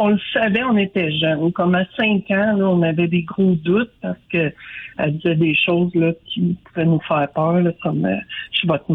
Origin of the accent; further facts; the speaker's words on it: Ottawa, Ontario, Canada; born there; On est nés à Ottawa, puis ils nous mettaient à la crèche pour être adoptés.